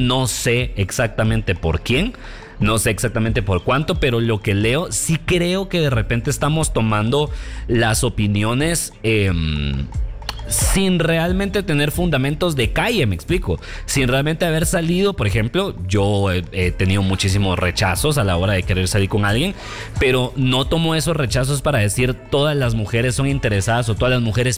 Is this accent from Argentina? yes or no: no; Guatemala; en un país como el nuestro